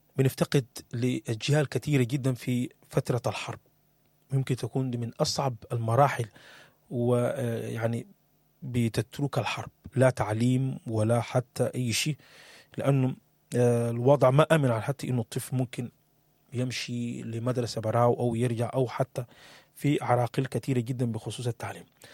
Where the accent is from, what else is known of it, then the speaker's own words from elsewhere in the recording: Sudan; وشنو الجديد في الأخبار في بلدنا السودان.